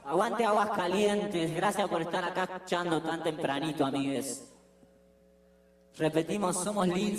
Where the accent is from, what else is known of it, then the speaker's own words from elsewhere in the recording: Argentina; Porque somos de Argentina.